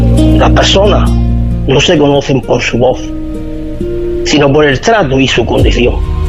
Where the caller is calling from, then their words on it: Huércal de Almería, Andalusia, Spain; de Huerca de Almería.